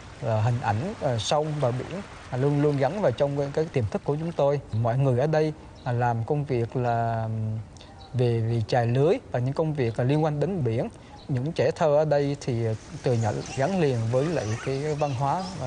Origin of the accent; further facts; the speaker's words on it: Quang Ngai, Vietnam; moved away as an adult; now in United States; Tôi sinh ra và lớn lên tại tỉnh Quảng Ngãi. Mỗi dịp Tết thì gia đình chúng tôi về thăm quê ở làng chài Bình Dương thuộc huyện Bình Sơn.